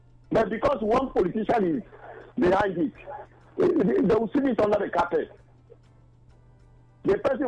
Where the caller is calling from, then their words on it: Port Harcourt, Rivers, Nigeria; I'm calling from Port Harcourt.